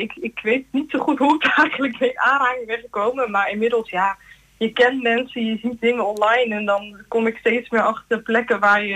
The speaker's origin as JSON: {"language": "Dutch", "town": "Deventer", "region": "Overijssel", "country": "Netherlands", "said": "Nee, ik kom uit Deventer."}